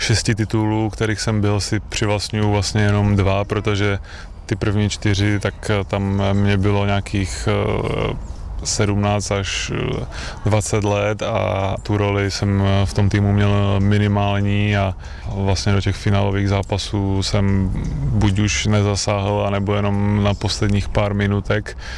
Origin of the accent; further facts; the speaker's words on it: Ostrava, Moravian-Silesian Region, Czechia; moved away as an adult; tím, že jsme vlastně z Ostravy a věděli jsme, že chceme žít v Ostravě